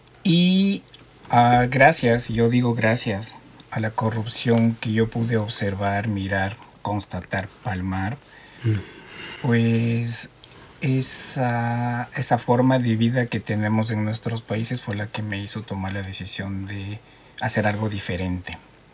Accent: Quito, Pichincha, Ecuador; now in Australia; Yo llevo 11 años acá en Australia. La decisión de por qué venir acá... básicamente fue, yo soy de Ecuador y te voy a contar algo interesante.

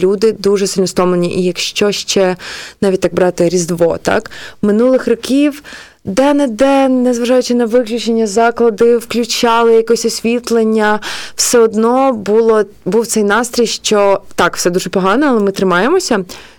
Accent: Lviv, Lviv Oblast, Ukraine; moved away as an adult; now in Kyiv, Ukraine; Хоч я з Львова, але я живу останні 5 років в Києві

